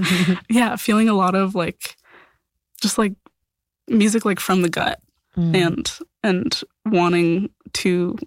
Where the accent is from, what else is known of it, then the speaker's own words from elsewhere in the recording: Albuquerque, New Mexico, United States; also born or lived in Rio Rancho; I grew up like primarily in Albuquerque and then moved over to Rio Rancho for middle and high school.